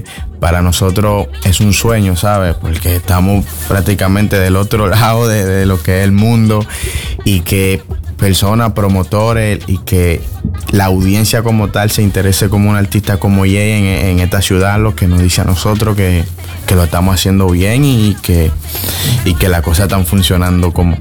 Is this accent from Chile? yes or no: no; Dominican Republic; nosotros mismos que somos de República